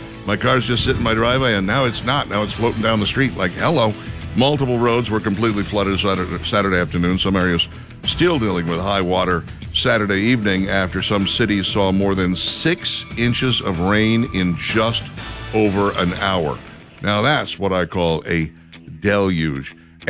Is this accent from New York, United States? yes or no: no; Minnesota, United States; Minnesota, home of the scammer, which I couldn't be prouder of because, you know, it's my home state.